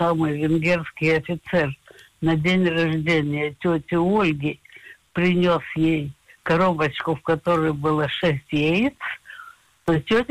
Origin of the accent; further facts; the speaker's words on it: Kharkiv, Kharkiv Oblast, Ukraine; moved away; я родилась в Харькове и прожила там всю свою молодость, не считая эвакуации. Я там училась, я вышла замуж там. Я очень хорошо знала Харьков, особенно центр, где я жила.